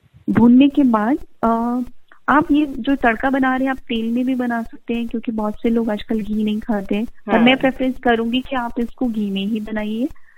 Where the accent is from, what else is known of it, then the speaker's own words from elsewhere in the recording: Rajasthan, India; क्योंकि दाल बाटी के साथ हम राजस्थानी लोगों को कुछ तो चटकारा चाहिए